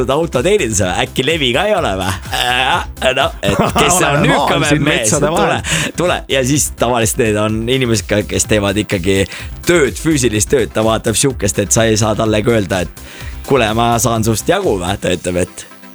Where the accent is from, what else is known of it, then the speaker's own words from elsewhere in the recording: Võru, Võru County, Estonia; mina olen Võrus pärit, seal öeldakse maka, ehk siis maga, magan, Võru keeles, maka.